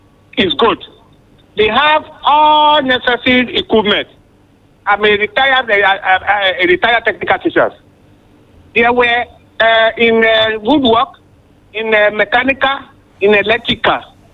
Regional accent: Owo, Ondo, Nigeria; from Owo.

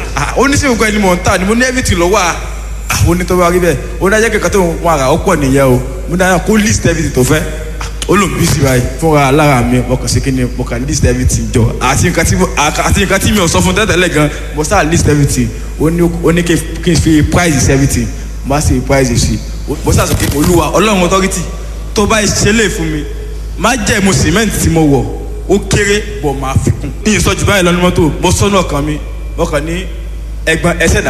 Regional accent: Ado-Ekiti, Ekiti, Nigeria; mo wá láti ìlú Ekiti State nílùú Ado.

